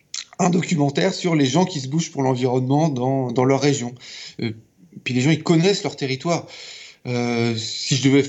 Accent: Alençon, Normandy, France; Je suis d'Alençon

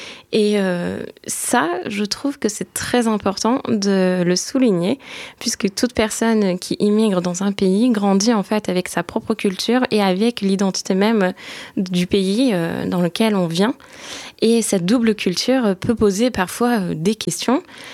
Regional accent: Turkey; moved away; dans la culture où j'ai grandi, en fait, dans mon pays d'origine qui est la Turquie

